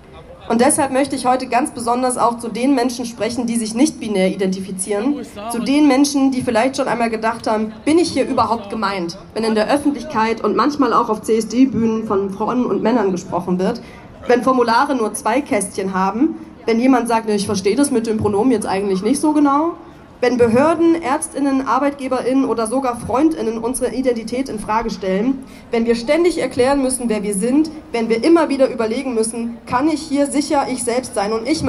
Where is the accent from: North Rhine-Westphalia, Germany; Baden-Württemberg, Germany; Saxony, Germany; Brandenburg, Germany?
Saxony, Germany; Dresden; born there; Erst vor wenigen Tagen, wir haben es gerade schon gehört, wurde in meiner Geburtsstadt Dresden auf meinem ehemaligen Schulweg, 2 Haltestellen von meiner ehemaligen Schule entfernt